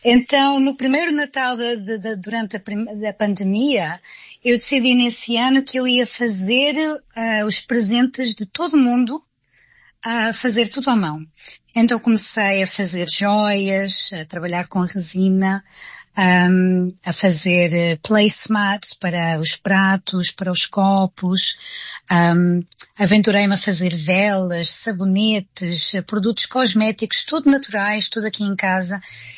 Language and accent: Portuguese; Loures, Lisbon, Portugal; now in United Kingdom; E morei especificamente em Loures. Eu fui criada em Loures, no distrito de Lisboa, e ainda tenho lá familiares.